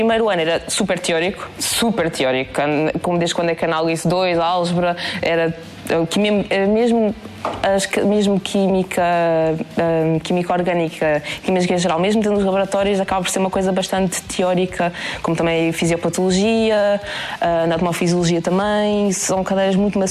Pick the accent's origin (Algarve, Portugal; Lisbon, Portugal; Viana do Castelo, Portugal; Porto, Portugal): Algarve, Portugal; ainda te sou do Algarve, professora.